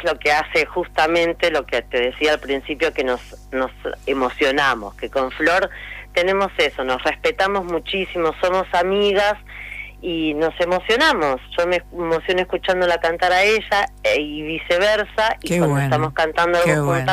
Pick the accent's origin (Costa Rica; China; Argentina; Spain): Argentina; Sí, porque nada, no nos quedamos quietas, somos mujeres, somos argentinas, entonces es imposible quedarse quietas.